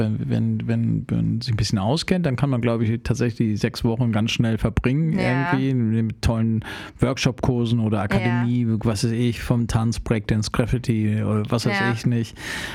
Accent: Hamburg, Germany; Also ich komme ja eigentlich aus Hamburg

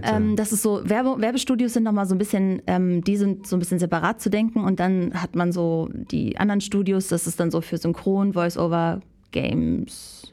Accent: Northern Germany, Germany; Ich komme ja zum Beispiel aus dem Norden. Hat ganz lange das PF nicht existiert. Ich habe dann bei uns, wir sagen einfach Pferd.

